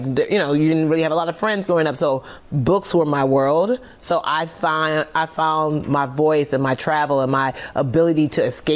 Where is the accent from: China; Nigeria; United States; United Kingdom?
Nigeria; And I was like, how do I do that? I'm Nigerian.